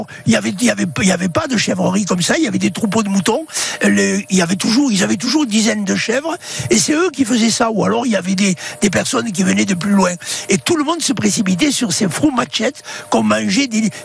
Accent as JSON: {"language": "French", "region": "Occitanie", "country": "France", "tie": "born there", "also_born_or_lived": "Mexico / Morocco / Spain", "moved": "as an adult", "said": "Moi, je suis né à Pézières. Ouais. Je suis de la dernière génération qui naissait à la maison."}